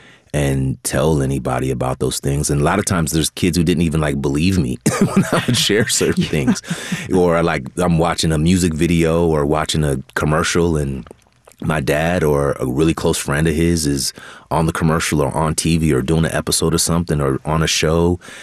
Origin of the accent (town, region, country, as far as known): California, United States; born or raised there